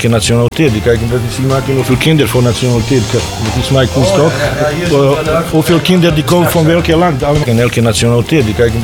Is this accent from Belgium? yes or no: no; Bosnia & Herzegovina; Dutch is a second language; moved away as an adult; now in Netherlands; Ik kom uit Bosnië.